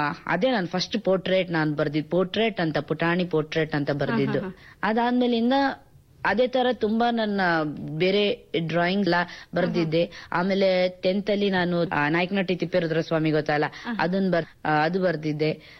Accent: Hiriyur, Karnataka, India; now in Bangalore, India; ನಾನು ಹಿರಿಯೂರವಳು, ಹಿರಿಯೂರು ತಾಲೂಕು, ಚಿತ್ರದುರ್ಗ ಡಿಸ್ಟ್ರಿಕ್ಟ್. ನಾನು civil engineer work ಮಾಡ್ತಾ ಇದ್ದೀನಿ ಒಂದು MNC ಕಂಪನಿಲಿ, ಬ್ಯಾಂಗ್ಳೂರಲ್ಲಿ.

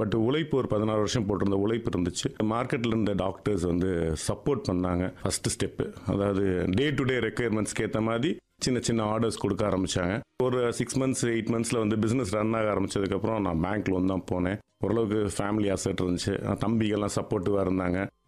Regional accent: Madurai, Tamil Nadu, India; மதுரையில பிறந்து மதுரையில் வளர்ந்தேன், மதுரையிலேயே வேலை பார்த்தேன்.

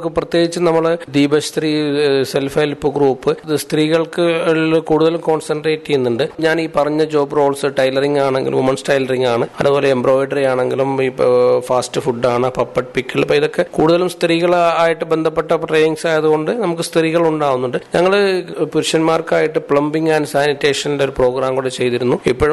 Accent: Kalpeni, Lakshadweep, India; now in Kavaratti, India; ഞാൻ കൽപ്പേനി സ്വദേശിയാണ്.

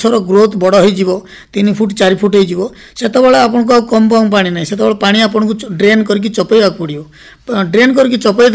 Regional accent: Chhendkapur, Odisha, India; ମୁଁ ଛେଣ୍ଡକାପୁରୁ ଆସିଛି।

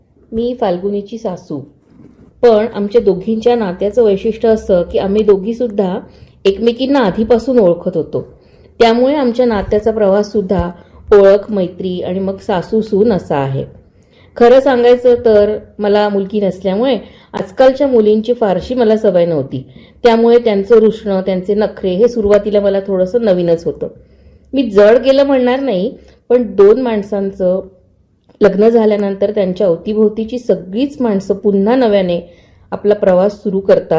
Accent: Nagpur, Maharashtra, India; now in Kolhapur, India; त्यात आम्ही आमचं शहर नागपूर सोडून कोल्हापुरात आलो, त्यामुळे आम्हाला सगळंच नवीन.

